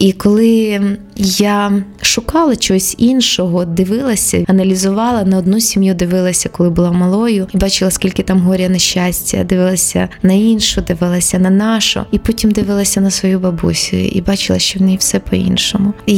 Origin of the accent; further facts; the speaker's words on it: Rovenky, Luhansk Oblast, Ukraine; born there; я народилась в Луганській області, місто Ровеньки. Раніше була Ворошиловоградська область.